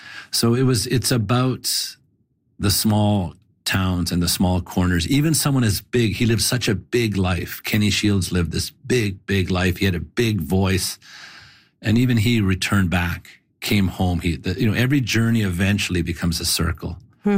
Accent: Fort Vermilion, Alberta, Canada; I grew up in Fort Vermilion. It's a population of about 700 people. It's up near Wood Buffalo National Park.

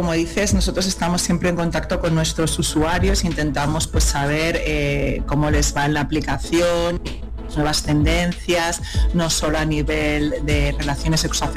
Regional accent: Spain; yo soy española y no vivo en Colombia

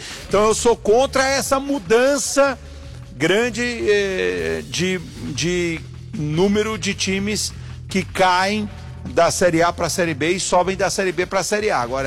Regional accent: Londrina, Paraná, Brazil; born there; moved away as an adult; also born or lived in São Bernardo do Campo; now in São Paulo, Brazil; Então, eu só nasci lá e 3 dias depois eu voltei para Pinheiros, para São Paulo. Londrina, sim, eu tenho um carinho, porque eu estudei em Londrina, né, até minha faculdade.

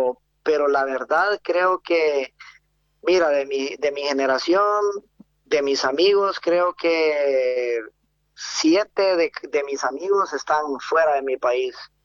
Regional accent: Honduras; yo como hondureño amo mi país

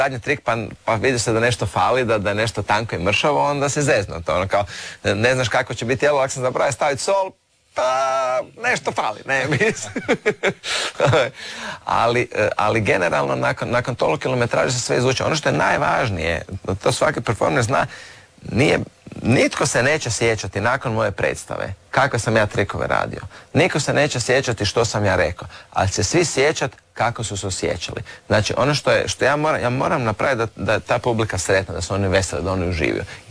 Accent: Croatia; nisu baš bili samo američki, ja sam iz Hrvatske.

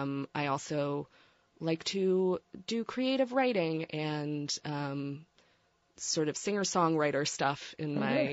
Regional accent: Newfoundland and Labrador, Canada; I was born in Newfoundland, Canada, born and raised in Canada. My mom's American though.

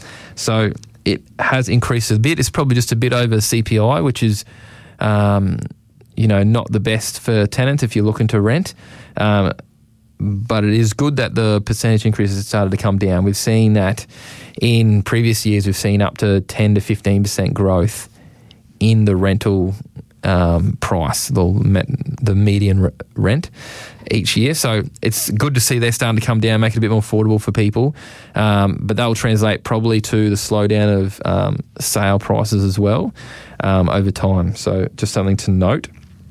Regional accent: Rockhampton, Queensland, Australia; born there; I think I might have been born in the Mater

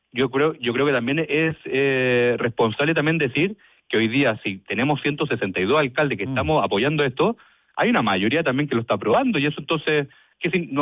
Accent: Chile; yo también como ciudadano chileno

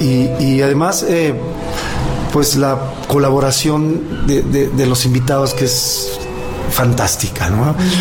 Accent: Mexico City, Mexico; de toda la vida, porque desde que era chiquito yo nací en la Colonia Guerrero

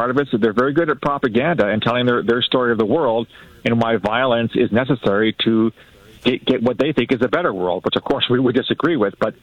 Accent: London, Ontario, Canada; I mean, I grew up in London, Ontario, right?

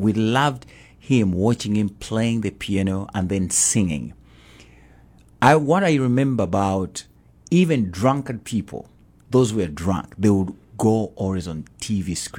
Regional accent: Kampala, Central Region, Uganda; now in Massachusetts, United States; I grew up in Kampala, Uganda, in a suburb called Gaba. That's where I come from. It's a village, but now it's a town. It's a beautiful city.

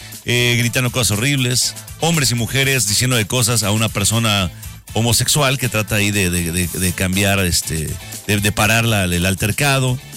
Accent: Mexico; vamos a enfocarnos en nuestro país

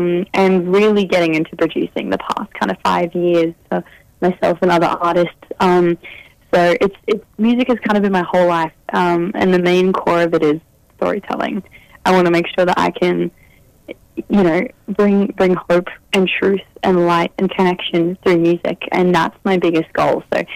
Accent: Brisbane, Queensland, Australia; my mob is the Caringbal people from Queensland. I grew up in Brisbane, Meanjin in Queensland, pretty much born and raised here. I haven't really left. It's very much home for me.

